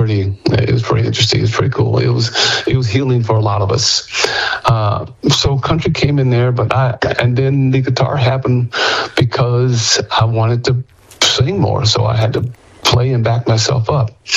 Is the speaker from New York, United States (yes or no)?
yes; New York, United States; born there; moved away as an adult; also born or lived in Texas; now in Northern New Mexico, United States; dad had an opportunity to either go to San Antonio, Texas, or upstate New York, where there was some work opportunities, and he chose to go up there. And then after that, I moved back to Texas after college